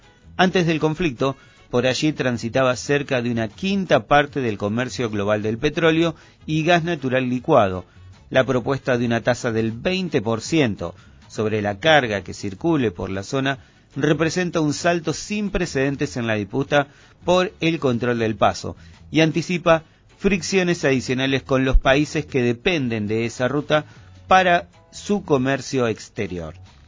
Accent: Argentina

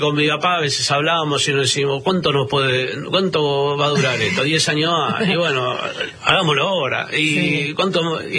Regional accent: Argentina; Y porque somos argentinos.

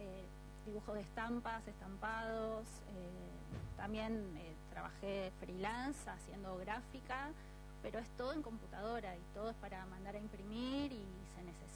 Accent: Buenos Aires, Argentina; De acá, de Capital

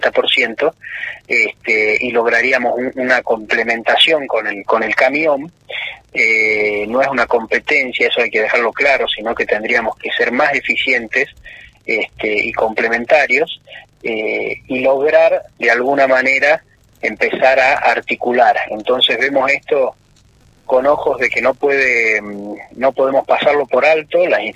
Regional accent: Argentina; como argentinos tenemos que lograr competitividad de todas nuestras regiones

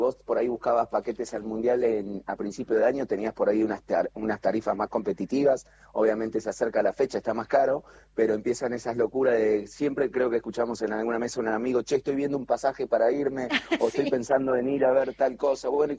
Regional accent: Bariloche, Río Negro, Argentina; born there; yo soy nacido en Bariloche y cada vez que nieva también me sorprendo

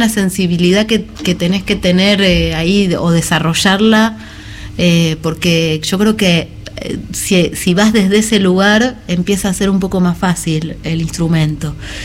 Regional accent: Buenos Aires, Argentina; now in Trevelin, Argentina; Me formé acá, empecé muy chiquita con la música

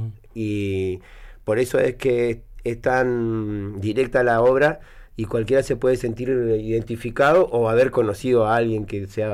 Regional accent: Río Gallegos, Santa Cruz, Argentina; De acá, de Río Gallegos. Nacido.

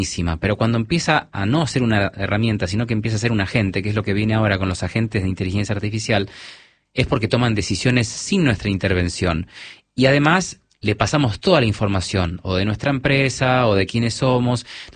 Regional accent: Buenos Aires, Argentina; accent: porteño; Yo no hablo, digamos, muy como porteño, porque como tanto tanto viaje, a veces se me escapa el tú, el yo, o sea, como

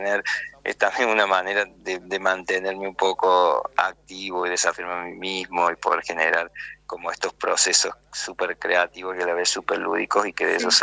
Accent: Argentina

